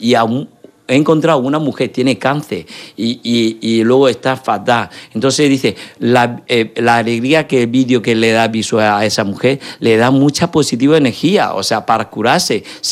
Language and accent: Spanish; Murcia, Region of Murcia, Spain; Porque somos de Murcia, zona Levante, zona Sur, estamos aquí caluroso porque somos gente pasión y alegría.